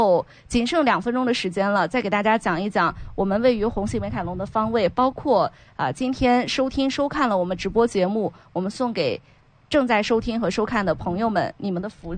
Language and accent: Chinese; Yan'an, Shaanxi, China; accent: Yan'an dialect; 拿咱们延安话说